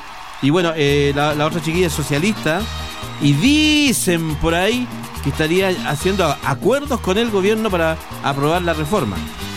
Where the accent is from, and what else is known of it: Chile